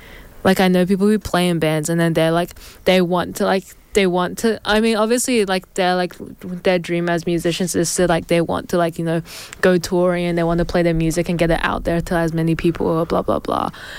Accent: Canberra, Australian Capital Territory, Australia; I'm from Canberra.

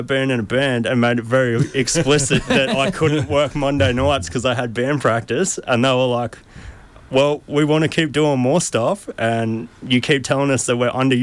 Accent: Newcastle, New South Wales, Australia; I grew up in Newcastle

